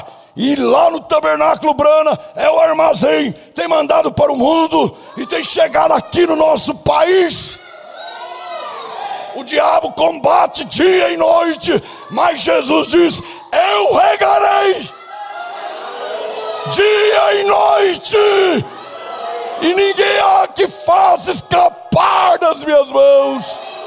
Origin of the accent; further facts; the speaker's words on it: Goiás, Brazil; now in Campinas, Brazil; Eu sou de Goiás, Goiânia. Goiânia era um milagre falar em Goiânia. Conheci Goiânia, eu acho que era rapaz, era só lá na roça. Trindade, meu Deus, lá na Trindade